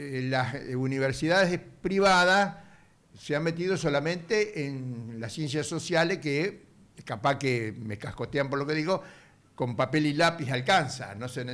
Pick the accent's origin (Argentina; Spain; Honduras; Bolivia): Argentina; La Plata, Buenos Aires Province; Ya que yo soy de La Plata